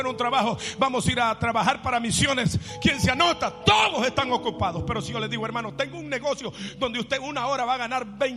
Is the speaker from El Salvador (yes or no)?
yes; El Salvador; moved away; Yo me recuerdo en los tiempos que yo me crecí. En mi país, El Salvador. El purgacito de América, en Centroamérica.